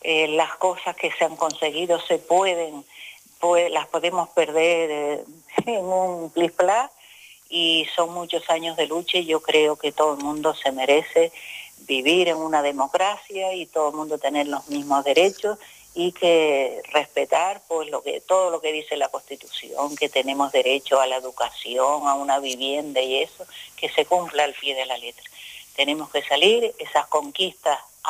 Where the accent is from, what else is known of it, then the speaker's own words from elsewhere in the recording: Los Llanos de Aridane, Canary Islands, Spain; todos los de los Llanos, los de esa banda de La Palma, pues estamos muy orgullosos